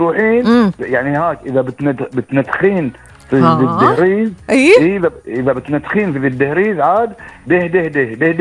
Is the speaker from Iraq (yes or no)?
no; Bahrain; accent: Bahraini; احنا منطوقها بحريني.